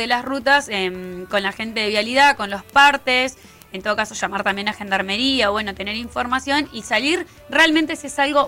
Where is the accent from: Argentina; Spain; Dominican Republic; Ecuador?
Argentina; En noviembre no sé si vamos a seguir siendo argentino